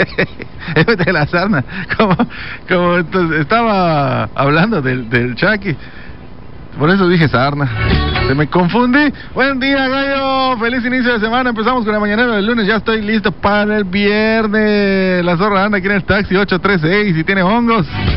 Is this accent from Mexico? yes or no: yes; Tula, Mexico; Yo también soy de Tula. ¡Qué coincidencia! ¿Verdad? Somos tuleños, digo, tuleños.